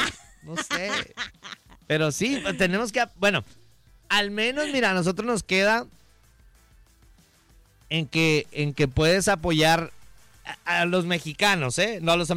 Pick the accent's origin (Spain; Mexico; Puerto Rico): Mexico; now in United States; Entonces, a nosotros como mexicanos sí nos queda apoyar a nuestro México y luego decir, bueno, Team USA, porque es el país que nos ha dado la oportunidad de salir adelante, ¿no?